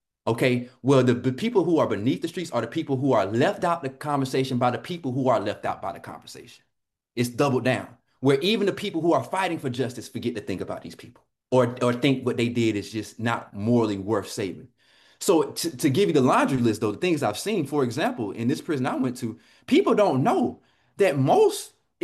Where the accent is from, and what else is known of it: United States; born or raised there